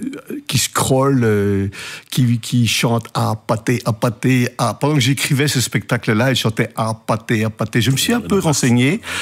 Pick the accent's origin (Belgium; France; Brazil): Belgium; Charleroi, Wallonia; accent: Carolo, Belgian accent; Mon accent du centre.